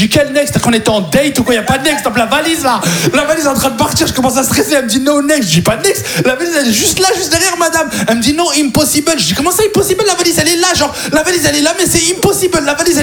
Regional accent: France; Et là, je raccroche, je lui dis, je suis français.

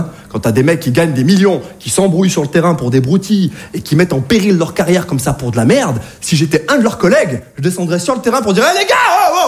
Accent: Saint-Étienne, Auvergne-Rhône-Alpes, France; quand je vous dis que j'ai grandi à Saint-Étienne, je parais pas, mais je suis né en 1980

